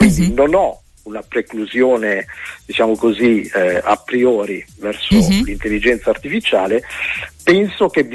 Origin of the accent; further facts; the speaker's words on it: northern Italy, Italy; accent: northern; now in Brindisi province, Italy; io sono di origine campana, sono napoletano di origine, però sono cresciuto al nord, però insomma la mia famiglia mi ha sempre fortemente legato alle mie origini mediterranee.